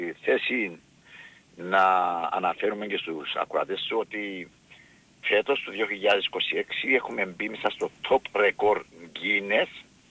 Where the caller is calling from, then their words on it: Mosfiloti, Larnaca District, Cyprus; για το χωριό μου, για την Κύπρο μας.